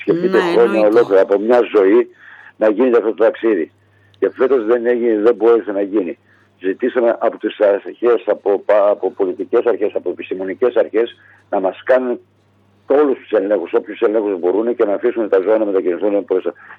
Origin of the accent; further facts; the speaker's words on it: Samarina, Western Macedonia, Greece; να μιλήσω για το χωριό μου